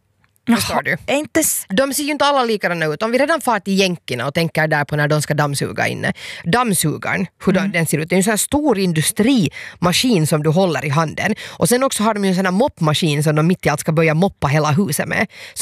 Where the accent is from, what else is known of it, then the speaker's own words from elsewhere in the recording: Finland; jag förstår liksom den här grejen att varför vi finländare är så nöj